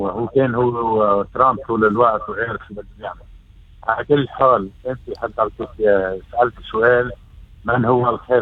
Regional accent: Lebanon; أنا كلبناني

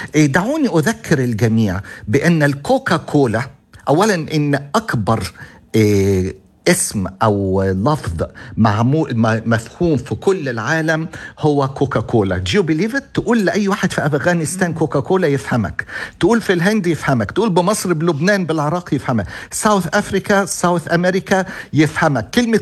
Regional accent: Egypt; moved away as an adult; now in Australia; بما اني مصري اشجع طبعا المنتخب المصري واتمنى له الفوز، وبما اني استرالي منذ 40 عاما

